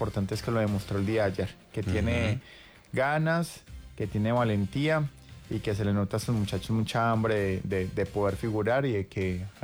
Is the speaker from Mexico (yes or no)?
no; Colombia; nos reúne como colombianos.